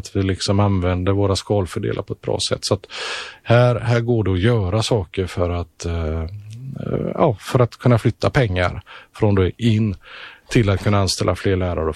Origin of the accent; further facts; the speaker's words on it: Netherlands; Jag har ju själv lite olika tillfällen berättat om min egen bakgrund där jag växte upp under en period i Nederländerna, Holland.